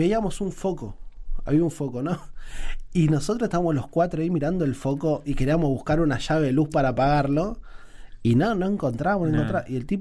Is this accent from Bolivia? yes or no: no; Buenos Aires, Argentina; Le digo, Martín, no tengo nada que ver con los indígenas. Vengo de Buenos Aires